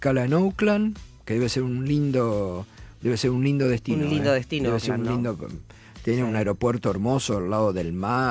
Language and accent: Spanish; Argentina; Qué lindo que es volver a nuestro país, a nuestra tierra.